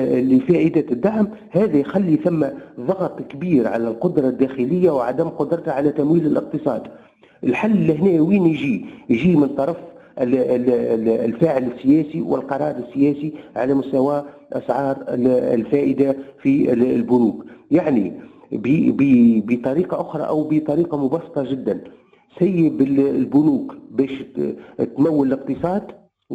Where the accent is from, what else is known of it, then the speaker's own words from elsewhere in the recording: Tunisia; احنا كاقتصاد تونسي